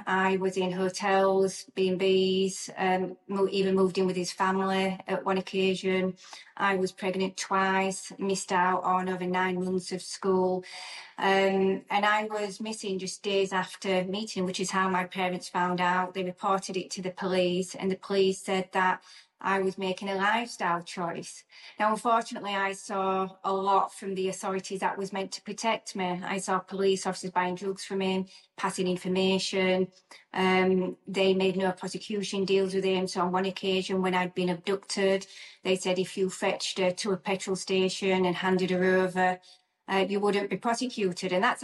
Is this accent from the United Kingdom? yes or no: yes; Rotherham, Yorkshire and the Humber, United Kingdom; for me, it started in my hometown of Rotherham, which is a small town in the north of England.